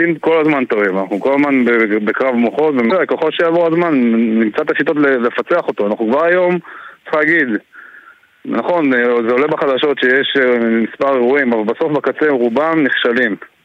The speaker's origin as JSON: {"language": "Hebrew", "town": "Kiryat Shmona", "region": "Northern District", "country": "Israel", "moved": "yes", "lives_now": "Kibbutz HaGoshrim, Israel", "said": "אני במקור מקריית שמונה, וגר בקיבוץ הגושרים."}